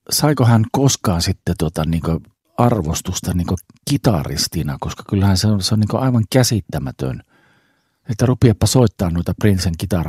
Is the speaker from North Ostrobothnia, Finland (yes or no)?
yes; Oulu, North Ostrobothnia, Finland